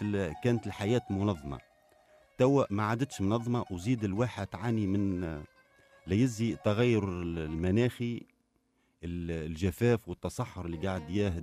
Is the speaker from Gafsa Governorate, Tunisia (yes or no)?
yes; Gafsa, Gafsa Governorate, Tunisia; عندنا في قفصة